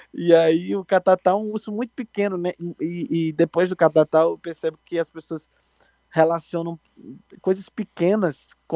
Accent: Alagoas, Brazil; now in São Paulo, Brazil; Mas eu sei que ele é nordestino, como eu, né? Eu sou alagoano

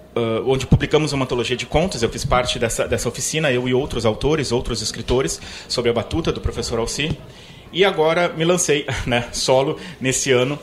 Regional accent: Porto Alegre, Rio Grande do Sul, Brazil; born there; also born or lived in Rio de Janeiro / São Borja; Então, vivi minha infância muito presente em São Borja, no interior mesmo de São Borja, não só na cidade. Então, me considero um pouco esse pampa urbano, né? Que depois vem para Porto Alegre, cresce aqui

